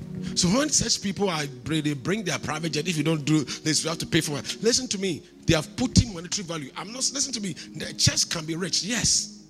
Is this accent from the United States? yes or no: no; Kumasi, Ashanti, Ghana; I come from Kumasi.